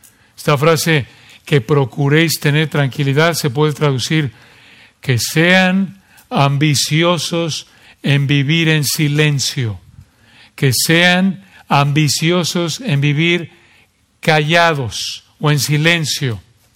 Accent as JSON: {"language": "Spanish", "country": "Mexico", "tie": "born or raised there", "said": "cuando éramos niños allí en México"}